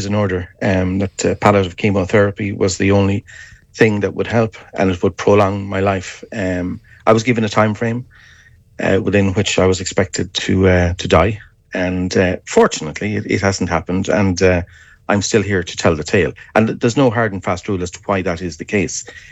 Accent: Charlestown, Connacht, Ireland; moved away as an adult; From Charlestown originally, but moved south a long time ago. I'm gone, I guess, about 35, 36 years now.

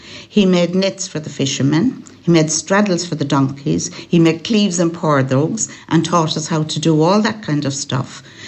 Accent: County Galway, Ireland; also born or lived in Tuam; Yes, I'm a Galway girl. I was born in Tuam and I grew up in Bundarra Halina in County Galway, which actually is inside the border of Mayo.

